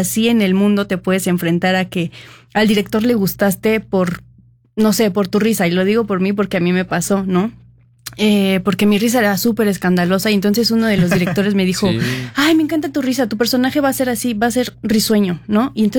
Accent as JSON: {"language": "Spanish", "region": "Mexico City", "country": "Mexico", "said": "nosotros que somos de Ciudad, bueno, algunos que somos de Ciudad de México, pues obviamente nuestra familia estaba ahí para apoyarnos"}